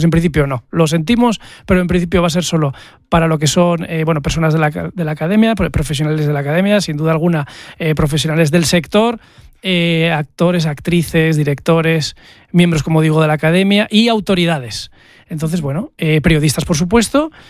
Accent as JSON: {"language": "Spanish", "region": "Navarre", "country": "Spain", "tie": "born there", "said": "yo soy navarro de apellido y nacimiento"}